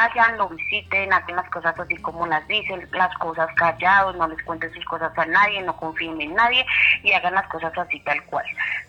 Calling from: Medellín, Antioquia, Colombia; Desde Medellín, en el barrio Robledo

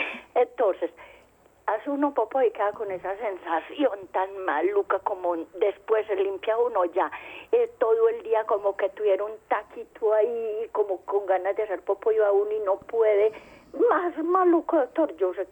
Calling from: Itagüí, Antioquia, Colombia; De Itagüí.

